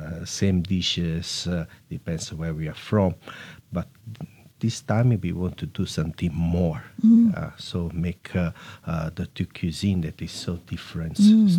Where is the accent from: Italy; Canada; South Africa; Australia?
Italy; Naples, Campania; now in Singapore; where I grew up with in Naples.